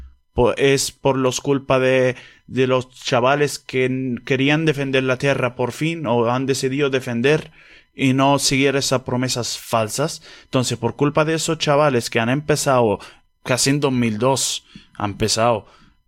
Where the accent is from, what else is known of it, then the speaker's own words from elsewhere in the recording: Palestine; yo nací como lo demás, palestino, normal, con mis derechos, con mi tierra, con mi casa